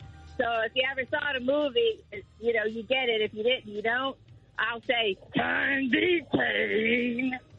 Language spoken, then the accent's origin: English; Louisiana, United States; because I'm from Louisiana